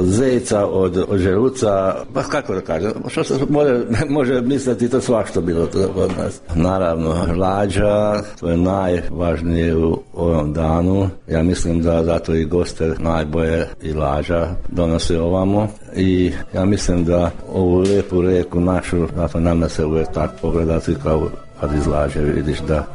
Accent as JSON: {"language": "Croatian", "region": "Podravina", "country": "Croatia", "said": "Pa naravno, kod nas u Podravini gostoprimstvo, to je najvažnije."}